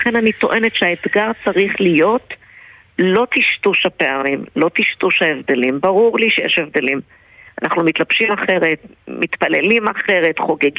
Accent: Beit Shemesh, Jerusalem District, Israel; now in Kiryat Shmona, Israel; אני שבאה מבית שמש ונמצאת בקריית שמונה, יש פה בהחלט מגוון מאוד רחב של אנשים

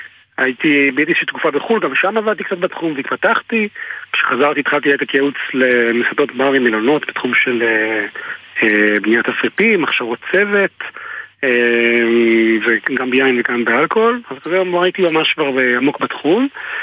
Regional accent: Jerusalem, Jerusalem District, Israel; אני לא נולדתי בירוחם, אני בירושלים במקור, אבל ואני ירושלים במקור

